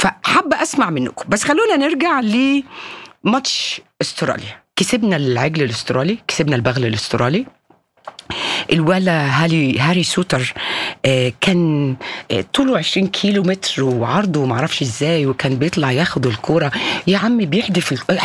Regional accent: Egypt; انسوا ان انا مصريه

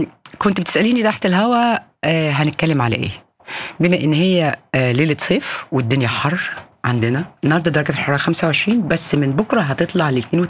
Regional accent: Egypt; now in Europe

